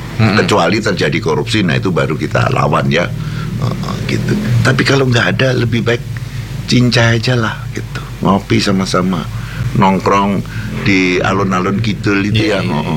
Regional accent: Java, Indonesia; Saya ini Jawa banget jadi.

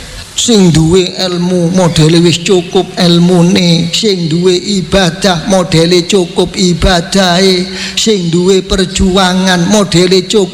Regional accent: Java, Indonesia; Pun faham napa mboten dereng pancen bahasa Arab sampeyan kali kula wong Jawa niku.

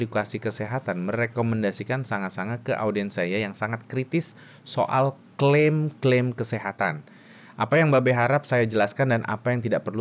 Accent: Banda Aceh, Aceh, Indonesia; Kebetulan saya dari Banda Aceh, pengurus Yayasan Anak Yatim.

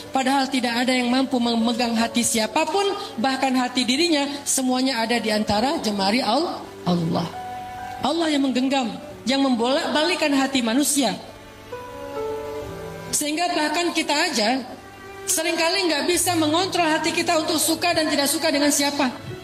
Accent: Aceh, Indonesia; now in West Java, Indonesia; Saya Sumatera Aceh pula. Yang ngomongnya itu mungkin karena sekarang alhamdulillah saya udah lama di Jawa Barat, di Sunda.

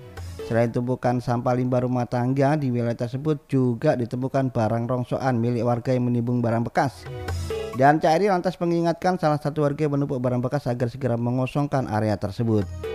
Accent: Surabaya, East Java, Indonesia; sebagai warga Surabaya

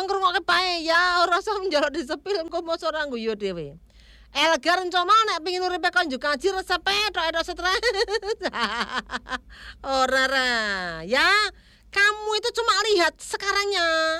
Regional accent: Tegal, Central Java, Indonesia; Duh aku wong Tegal suruh ketinggalan Mbak Kaji di siaran.

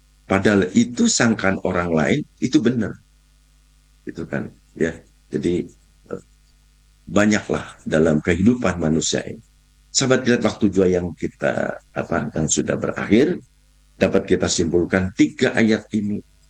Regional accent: West Java, Indonesia; orang kita orang Sunda

